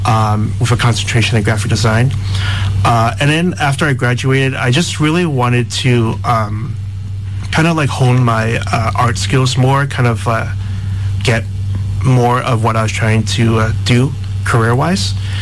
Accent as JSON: {"language": "English", "town": "Fishkill", "region": "New York", "country": "United States", "said": "So I'm actually also from New York. I'm from Fishkill."}